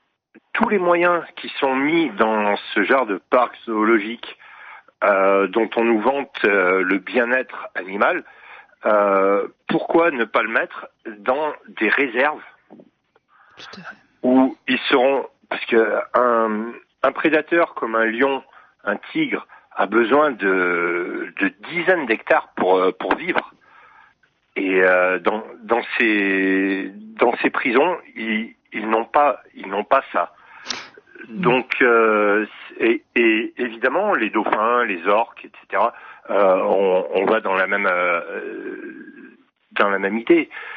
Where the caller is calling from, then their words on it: Saint-Étienne, Auvergne-Rhône-Alpes, France; Je vous appelle de Saint-Étienne, dans la Loire.